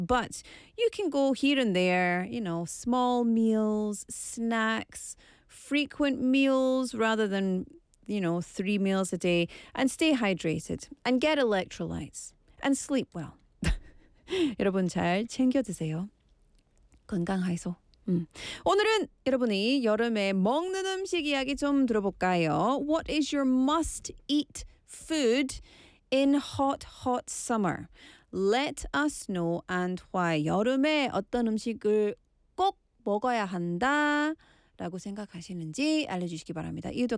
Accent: Scotland, United Kingdom; now in South Korea; as a non-Korean person, as a Scottish person

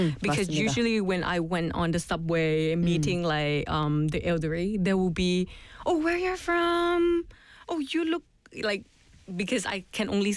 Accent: Trang, Thailand; Actually, I'm from the south of Thailand, so I'm the southerners. I'm from the province where it's called Trang. Yes, and Trang is like a small city, very peaceful.

